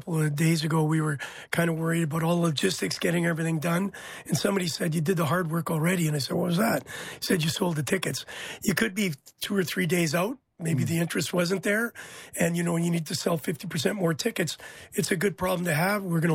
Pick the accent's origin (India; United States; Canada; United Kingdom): Canada; I'm being Canadian.